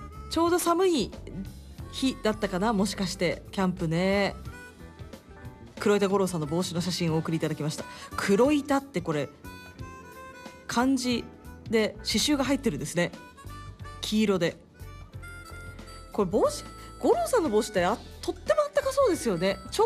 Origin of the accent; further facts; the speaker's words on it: Shari, Hokkaido, Japan; born there; now in Kitami, Japan; 斜里町生まれ北見市在住のアナウンサー